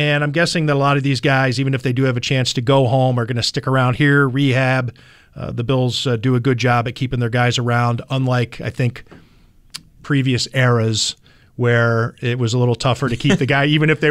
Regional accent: Cleveland, Ohio, United States; much like my take on the Cleveland Browns, my hometown Cleveland Browns

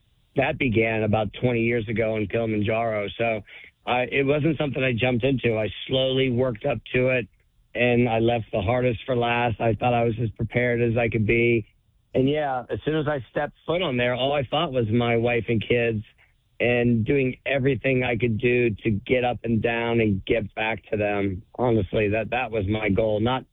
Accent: Arlington, Virginia, United States; born there; I feel almost a West Virginian, even though I was born in Arlington, Virginia. So my roots mean a ton to me.

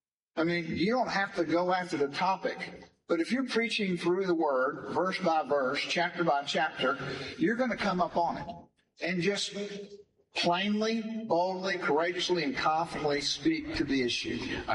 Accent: United States; And, you know, I'm an American. I'm a Christian. I'm a Christian that's an American.

